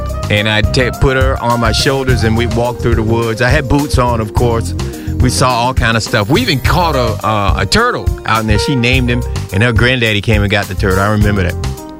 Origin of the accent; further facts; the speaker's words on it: Miami, Florida, United States; Growing up in Miami